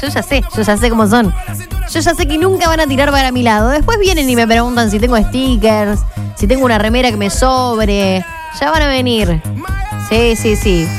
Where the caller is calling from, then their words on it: Cutral Có, Neuquén, Argentina; de Cutralco.